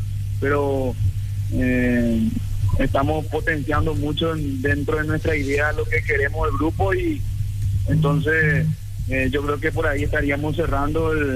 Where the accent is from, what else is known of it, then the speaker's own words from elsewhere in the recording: Paraguay; Nosotros como paraguayo